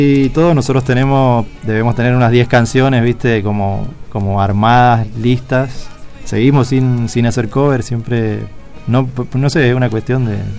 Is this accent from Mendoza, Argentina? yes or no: yes; Mendoza, Argentina